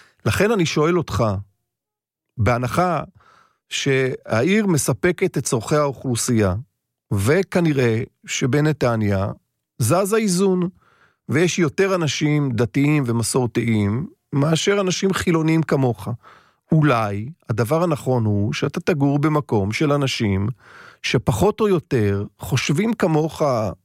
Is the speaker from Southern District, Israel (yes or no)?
no; Haifa, Haifa District, Israel; moved away; אני נולדתי בחיפה, גדלתי בחיפה, סבא וסבתא שלי גרו בחיפה סמוך לבית הכנסת הגדול